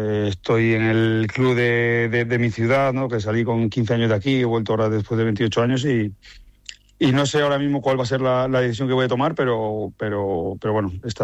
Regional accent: Valladolid, Castile and León, Spain; creo que todos los que somos pucelanos pues hemos hemos respirado.

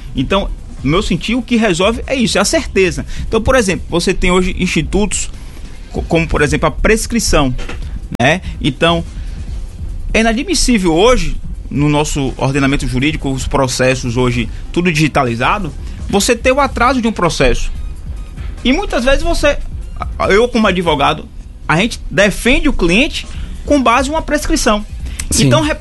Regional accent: Brazil

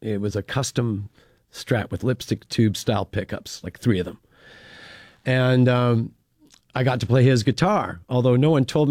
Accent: Regina, Saskatchewan, Canada; And then we did the same thing the next night in my hometown of Regina.

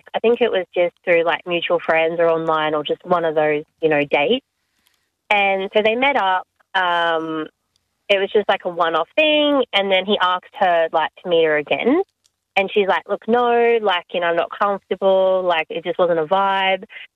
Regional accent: Frankston, Victoria, Australia; now in Upper Caboolture, Australia; So, I'm originally from Frankston in Victoria.

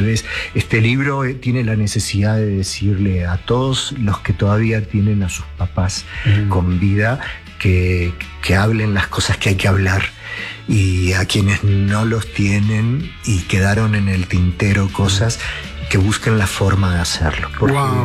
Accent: Mexico; also born or lived in Uruguay; mis hermanas y yo somos uruguayos, pero nacimos en Uruguay. Yo soy más mexicano que el mole

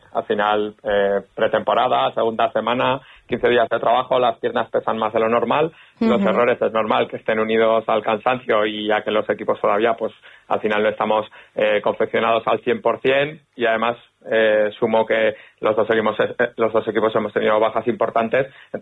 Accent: Zaragoza, Aragon, Spain; moved away; yo soy de Zaragoza, así que vengo de muy lejos

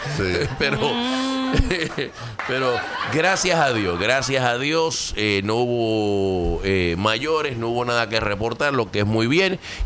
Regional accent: Puerto Rico; es porque somos boricua.

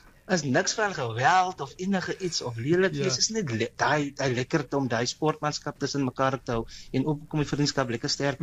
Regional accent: Wellington, Western Cape, South Africa; born there; As 'n jong man van 32 jaar oud is, is ek gebore in Wellington, in die Weskaap, nie Wellington, Nieu-Seeland nie.

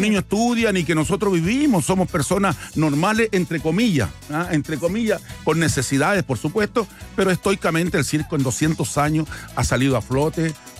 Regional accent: Chile; cómo somos los chilenos, ¿verdad? Somos chaqueteros de calle

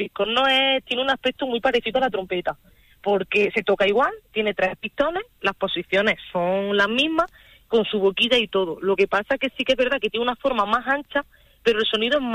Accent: Pedroche, Andalusia, Spain; born there; also born or lived in Valencia; Soy de Pedroche. Bueno, realmente nací en Valencia.

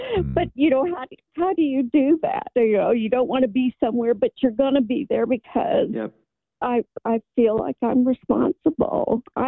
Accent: Colorado, United States; now in Massachusetts, United States; So I ended up, I came from Colorado and I ended up needing to sell my condo, and, I've just been here. I don't consider myself, a Massachusetts person

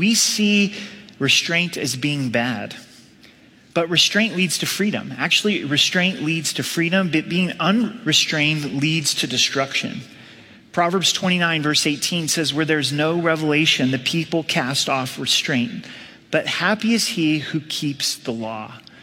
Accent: Ireland; Or I'm Irish, so that's why I always lose my temper, right?

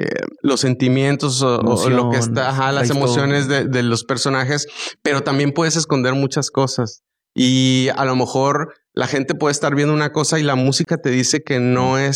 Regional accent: Monterrey, Nuevo León, Mexico; todos éramos regios

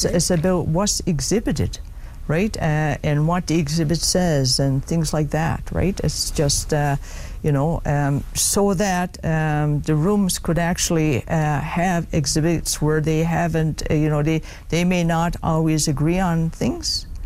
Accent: Makkovik, Newfoundland and Labrador, Canada; in actual fact, I'm from Northern Labrador. I'm born and raised in Mokovic. You know, I am a member of Nunatsivut Inuit.

